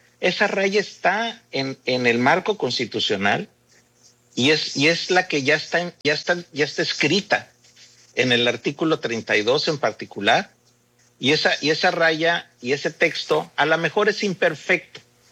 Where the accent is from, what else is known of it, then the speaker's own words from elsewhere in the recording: Mexico; born there; porque son tan mexicanos como quienes nacimos acá